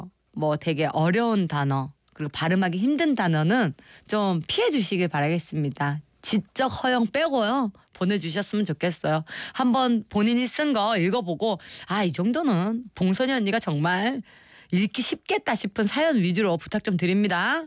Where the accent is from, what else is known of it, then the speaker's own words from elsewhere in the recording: Busan, South Korea; moved away; 제가 또 부산 교포잖아요, 여러분.